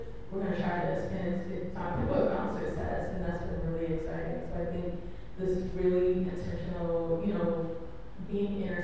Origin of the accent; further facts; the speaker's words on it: Chicago, Illinois, United States; I'm from Chicago, that's like my personal, what I think about.